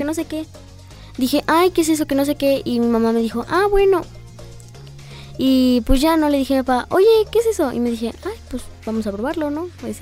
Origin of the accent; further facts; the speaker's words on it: Mexico; me siento orgullosa de ser mexicana.